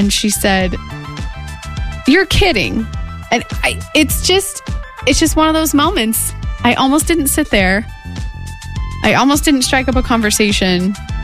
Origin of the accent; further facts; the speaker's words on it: Sullivan, Indiana, United States; Because I grew up in Sullivan, Indiana, which a lot of times, no offense to the Golden Arrows, but most people, it's like when somebody asks me, oh, where are you from? I say, near Terre Haute.